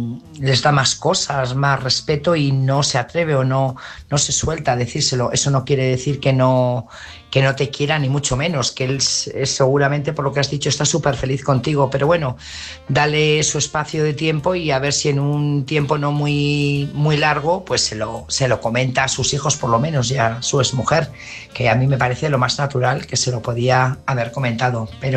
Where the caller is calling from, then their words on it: Burgos, Castile and León, Spain; corresponsal de Burgos.